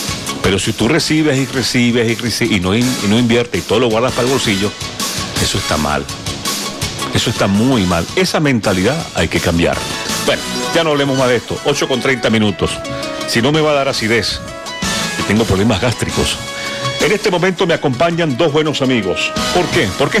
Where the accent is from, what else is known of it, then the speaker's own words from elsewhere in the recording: Mérida, Venezuela; Yo soy merideño, soy venezolano